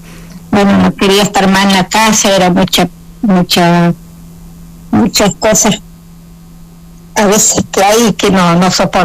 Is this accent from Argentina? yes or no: yes; Paso Los Molles, Río Negro, Argentina; now in Bariloche, Argentina; Nací en el campo. Yo me crié en Paso Los Molles, de donde está mandando mensaje Mirta Miyapi.